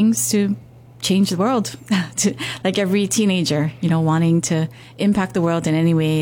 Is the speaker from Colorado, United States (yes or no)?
no; Honolulu, Hawaii, United States; I grew up in Hawaii Kai. Went to Maranal, graduated from Maranal